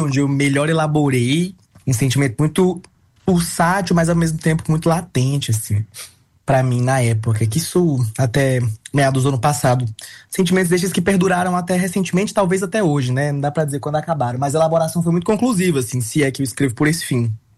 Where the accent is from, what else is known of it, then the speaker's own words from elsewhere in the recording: Brejo do Piauí, Piauí, Brazil; born there; moved away; o lugar onde eu nasci, né, o interior do Piauí. Sou muito apaixonado por como as coisas funcionam na minha terra, né? Eu sou de uma cidade muito pequena no interior do Piauí, chamada Brejo do Piauí.